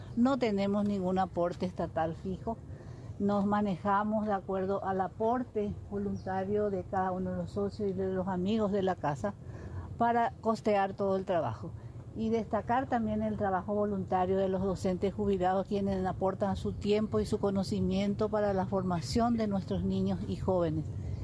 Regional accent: Ñeembucú, Paraguay; nuestra identidad como paraguayos, como ñeembuqueños

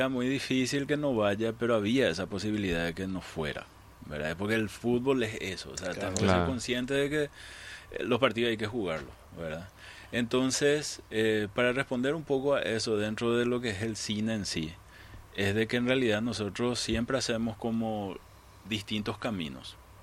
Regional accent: Paraguay; Tomamos un poco la excusa del fútbol para hablar de nosotros como paraguayos, de nuestra cultura

